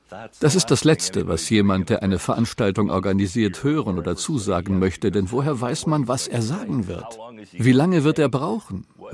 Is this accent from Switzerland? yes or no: no; Canada; Und ich hatte zugestimmt, das Büro in Kanada als Kanadier für 5 Jahre zu leiten.